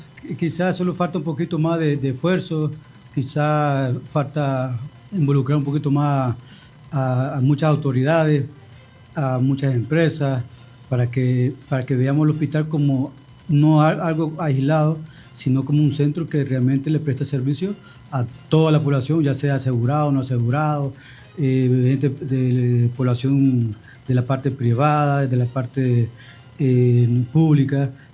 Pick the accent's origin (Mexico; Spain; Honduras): Honduras; realmente todos somos hondureños